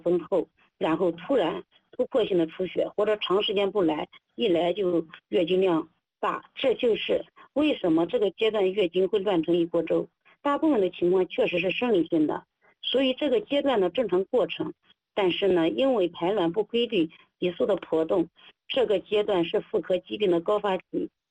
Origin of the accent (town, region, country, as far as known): China